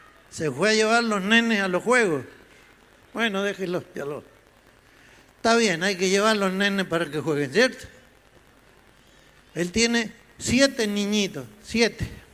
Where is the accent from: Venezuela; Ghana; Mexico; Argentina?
Argentina; Mendoza; Sí, como buen mendocino, los vamos a comer unos mondiolos, unos chorizos con cebená.